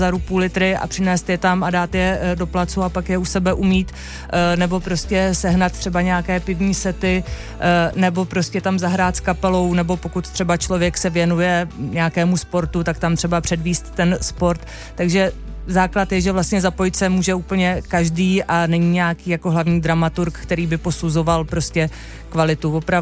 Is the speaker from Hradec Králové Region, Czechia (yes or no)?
no; Pardubice, Pardubice Region, Czechia; moved away; já jsem teda původně z Pardubic